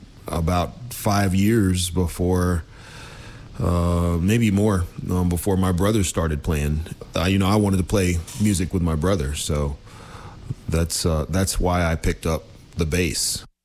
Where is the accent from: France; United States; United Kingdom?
United States; Stewartsville, Virginia; Yeah, I grew up in Bedford County, Stewartsville.